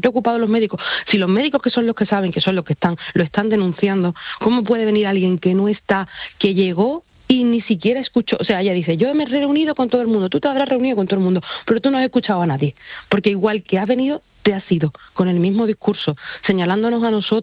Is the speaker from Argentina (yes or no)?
no; Spain; Yo no necesito que ellos nos digan a nosotros que nosotros somos españoles. Nosotros ya lo sabemos. O sea, nosotros sabemos que somos españoles